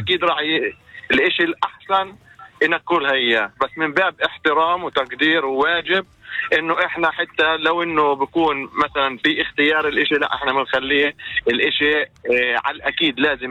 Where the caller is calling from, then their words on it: Jenin, West Bank, Palestine; أنا من جنين طبعا.